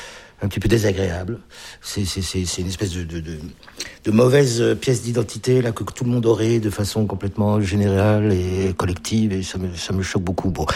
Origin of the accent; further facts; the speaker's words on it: Ukraine; Donc je ne viens pas du tout là en tant qu'Ukrainien pour fêter ou soutenir mon ancien peuple ou je sais pas quoi. Je suis même pas français, je suis moi quoi.